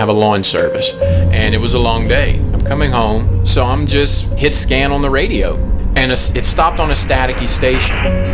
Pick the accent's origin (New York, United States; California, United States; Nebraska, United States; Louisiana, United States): Louisiana, United States; born or raised there